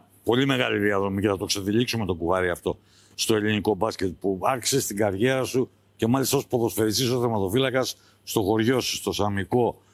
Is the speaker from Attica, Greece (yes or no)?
no; Crete, Greece; Αυτή τη φορά γίνεται στην πατρίδα μου, γίνεται εδώ στην Κρήτη.